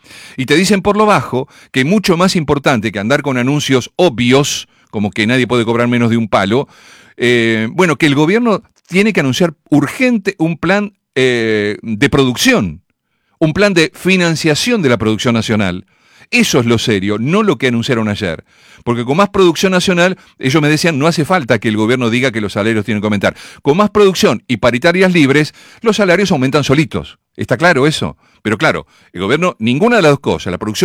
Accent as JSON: {"language": "Spanish", "town": "Mar del Plata", "region": "Buenos Aires Province", "country": "Argentina", "tie": "born there", "said": "nací en Mar del Plata."}